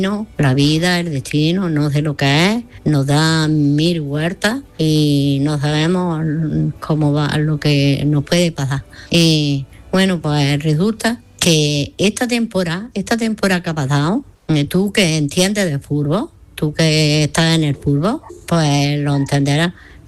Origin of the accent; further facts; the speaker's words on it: Granada, Andalusia, Spain; Hola, Manolo … de Granada. Mira, ya ha vuelto Saray y de sus medias vacaciones. Y entonces, pues, yo ya tenía pensado de lo que iba a decir. Y iba a decir de que el por qué digo que soy de Granada.